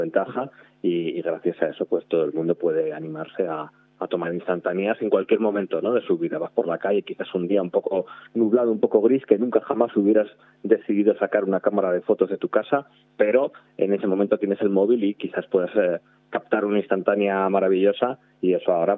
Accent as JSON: {"language": "Spanish", "town": "Santander", "region": "Cantabria", "country": "Spain", "lives_now": "Madrid, Spain"}